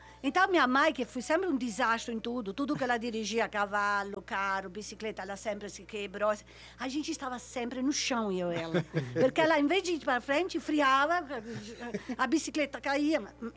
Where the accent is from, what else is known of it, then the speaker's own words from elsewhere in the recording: Pavia, Lombardy, Italy; moved away; o ponte coberto da cidade de Pavia, onde eu nasci. A minha casa está exatamente lá